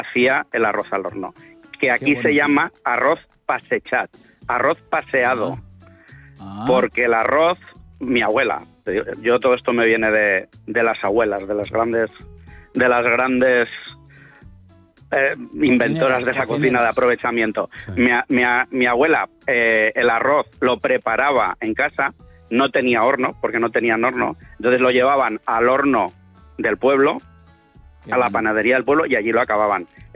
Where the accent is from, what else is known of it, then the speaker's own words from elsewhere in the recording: Valencia, Valencian Community, Spain; A ver, Jorge, soy de Valencia.